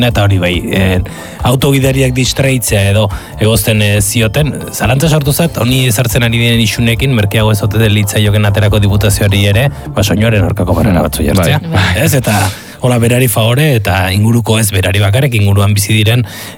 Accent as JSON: {"language": "Basque", "town": "Idiazabal", "region": "Basque Country", "country": "Spain", "said": "nire Idiazabaldarra naiz"}